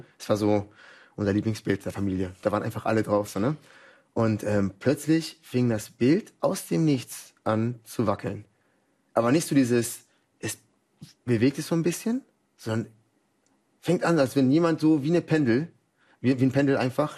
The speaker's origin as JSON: {"language": "German", "country": "Colombia", "tie": "born or raised there", "said": "Aber woran ich mich halt als Kind in Kolumbien stark erinnern kann, waren halt so ein paar übernatürliche Sachen, die passiert sind."}